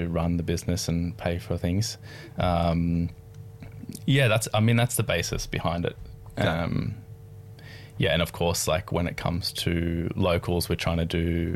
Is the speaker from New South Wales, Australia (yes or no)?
yes; Piggabeen, New South Wales, Australia; I'm from Piggabeen, which is like on the border. I grew up around there